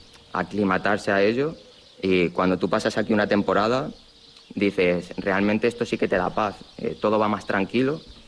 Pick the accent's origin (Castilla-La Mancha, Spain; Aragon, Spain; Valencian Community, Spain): Castilla-La Mancha, Spain; Los Navalmorales